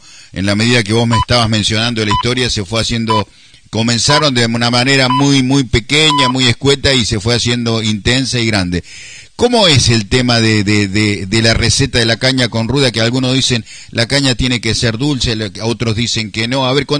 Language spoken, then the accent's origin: Spanish; Gálvez, Santa Fe, Argentina; now in Santa Fe, Argentina; Yo recuerdo en mi infancia, en mi pueblo, en mi ciudad Gálvez, en mi niñez ahí, aunque yo nací acá en Santa Fe, pero a los 2 años mis padres me llevaron hasta allá